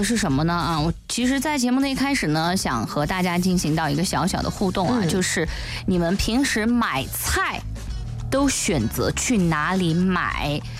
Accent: Guiyang, Guizhou, China; 我们贵阳人吃豌豆尖的话，它还是比较挑的哈

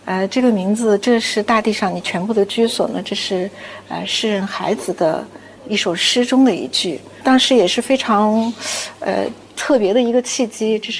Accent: Turpan, Xinjiang, China; moved away as an adult; now in Urumqi, China; 当时我因为出生在吐鲁番啊

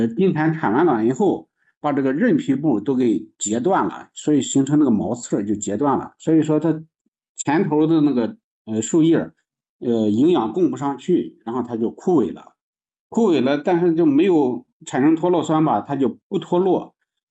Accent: Shandong, China; 我们山东人还跑到海南去养去了，开个玩笑就是。做知了猴这个事，可能也是我们山东人把它扩散出去了。

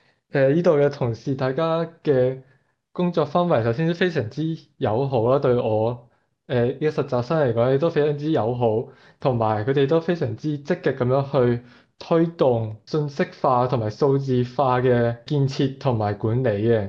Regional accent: Macau; now in Wuhan, China; 我来自澳门，而家喺武汉大学就读嘅。

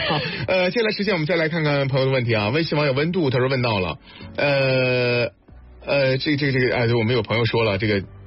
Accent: northern China, China; 因为我是北方人，吃鲤鱼机会要比南方多得多

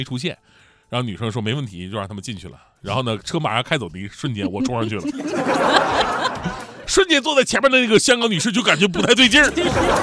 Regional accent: Northeast China, China; 因为我是东北人、

